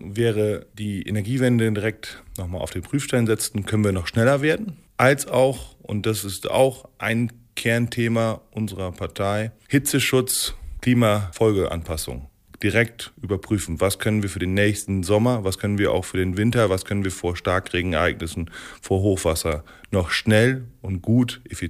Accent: Wesuwe, Lower Saxony, Germany; ist sicherlich dann auch mein Heimatort Wesowe, sonst würde ich ja nicht hier wohnen wollen und ich habe mich ja ganz bewusst dafür entschieden. Wesowe hat genau das, was das Emsland prägt.

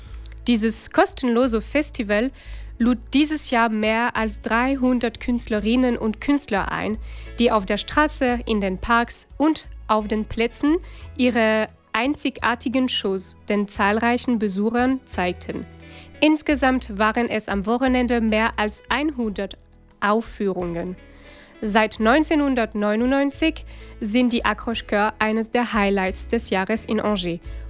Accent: Brittany, France; Also ich glaube, es ist jetzt bewusst, dass meine Heimat in Frankreich die Bretagne ist.

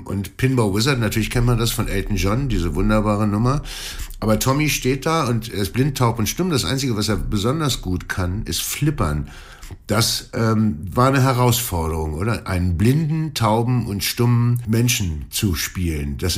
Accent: Lower Saxony, Germany; Wir hier im Weserbergland, also in Niedersachsen, behaupten ja, das höchste Hochdeutsch Deutschlands zu sprechen. Ich mag das gerne, so ein akzentfreies, dialektfreies Hochdeutsch zu sprechen. Aber, kleines Geheimnis, mein Vater kommt aus Leipzig.

